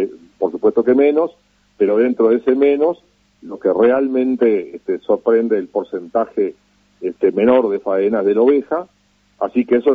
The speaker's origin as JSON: {"language": "Spanish", "country": "Uruguay"}